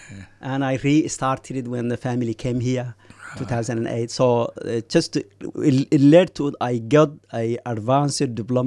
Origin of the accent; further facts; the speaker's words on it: Somalia; moved away as an adult; I'm from Somalia